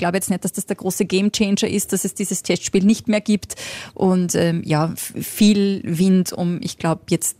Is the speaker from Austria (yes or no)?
yes; Linz, Upper Austria, Austria; Das kann ich als Linzerin im blau-weißen Umfeld großgezogen.